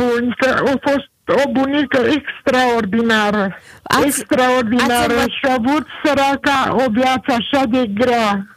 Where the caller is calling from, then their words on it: Romania; din Măneștur